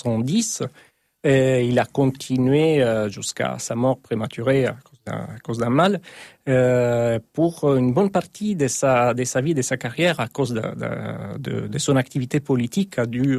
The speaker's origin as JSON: {"language": "French", "country": "France", "said": "chez nous, en France"}